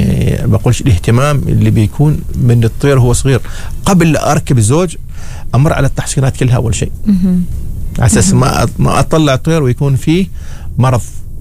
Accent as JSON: {"language": "Arabic", "country": "Oman", "said": "نحن عندنا في عمان"}